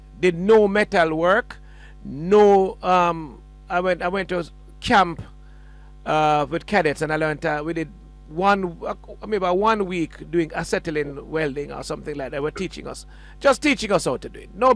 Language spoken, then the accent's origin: English; Jamaica; We are Jamaican.